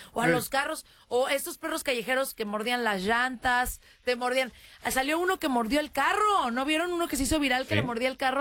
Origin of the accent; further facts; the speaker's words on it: Mexico; Las personas que somos de México y de la Ciudad de México y también de algunos estados